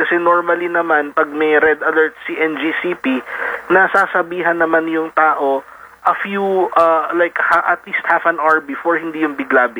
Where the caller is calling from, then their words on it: Imus, Calabarzon, Philippines; dito sa amin sa Imus Cavite.